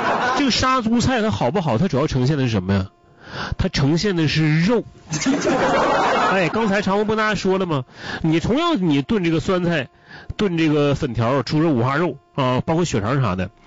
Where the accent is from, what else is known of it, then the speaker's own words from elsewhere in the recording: Northeast China, China; 在咱们东北人的心目当中